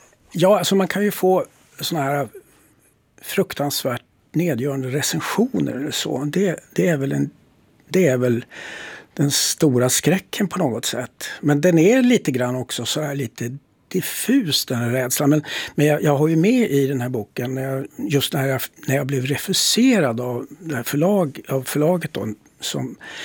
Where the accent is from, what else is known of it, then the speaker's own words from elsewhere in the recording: Boden, Norrbotten County, Sweden; moved away; Men då kan jag alltid flytta hem till Norrbotten och till Boden